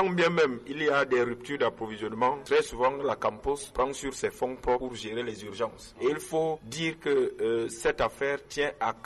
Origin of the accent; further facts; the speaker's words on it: Cameroon; Je confirme que je suis camerounais. Je n'ai jamais accepté d'être français. J'aurais pu. Donc, je suis camerounais.